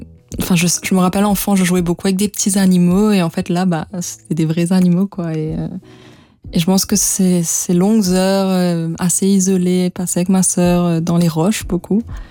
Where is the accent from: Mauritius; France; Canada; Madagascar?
Mauritius; Tamarin, Black River; Et je suis née à Maurice et en fait au moment de commencer l'école vraiment, mes parents ont pris la décision de venir habiter à Maurice avec la chance en fait d'habiter à Tamarin sur la côte ouest